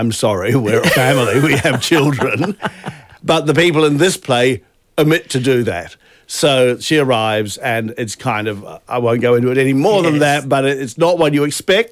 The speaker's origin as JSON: {"language": "English", "country": "New Zealand", "tie": "born or raised there", "said": "But this song, look, I grew up in New Zealand. … were absolutely seminal to my musical upbringing."}